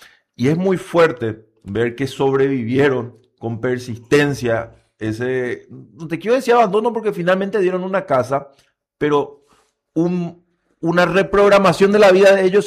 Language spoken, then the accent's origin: Spanish; Encarnación, Itapúa, Paraguay; El barrio San Pedro, que es de donde vengo